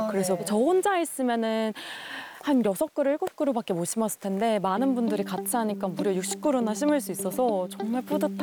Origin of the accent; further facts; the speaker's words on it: South Korea; 어렸을 때부터 그 북한산에 살았었거든요. 그래서